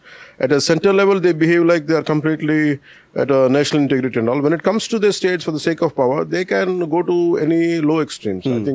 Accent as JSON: {"language": "English", "town": "Hyderabad", "region": "Telangana", "country": "India", "second_language": "English", "said": "It is in Telangana and Hyderabad. So they cannot deny. I'm an Indian citizen. I'm a part of Telangana."}